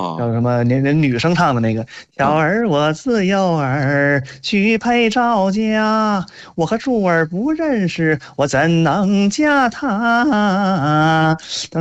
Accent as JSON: {"language": "Chinese", "town": "Tangshan", "region": "Hebei", "country": "China", "tie": "born or raised there", "said": "但是说到这个，我们老家唐山啊，但是我也比较有自豪的一点"}